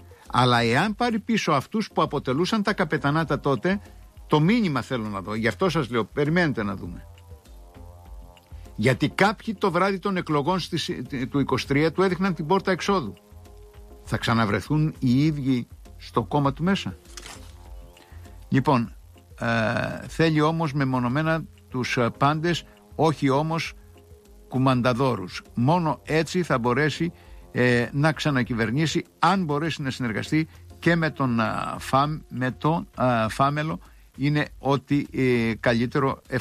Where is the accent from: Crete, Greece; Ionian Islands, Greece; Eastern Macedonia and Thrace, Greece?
Crete, Greece; now in Zografou, Greece; από Ζωγράφου, καλημέρα Γιάννη, σε συγχαίρω για, για τις θαραλέες απόψεις σου. Κοίταξε, στο χωριό μου και το όνομά σου παραπέμπει και σένα, είναι Κρήτη.